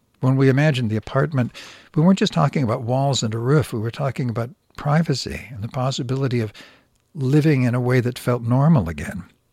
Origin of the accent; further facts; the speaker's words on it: Rafah, Gaza Strip, Palestine; now in Al-Mawasi, Palestine; Do I say I'm from Rafah, where I grew up, even though I can no longer return there? The city has been mostly destroyed.